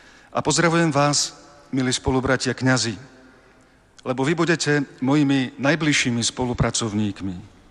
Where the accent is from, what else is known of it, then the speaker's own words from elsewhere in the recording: Košice, Košice Region, Slovakia; Narodil som sa v Košiciach. Tu som prežil väčšinu svojho